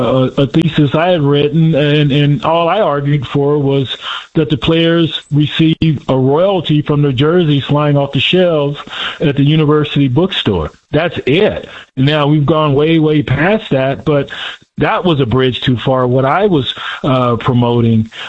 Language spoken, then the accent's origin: English; Lubbock, Texas, United States; We had some stuff going on in my hometown of Lubbock when I was still in high school.